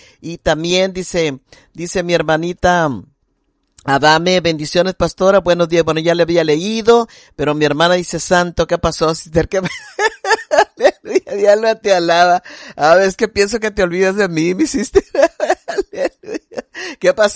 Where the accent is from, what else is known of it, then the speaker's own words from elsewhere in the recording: Mexico; aunque soy mexicana al 100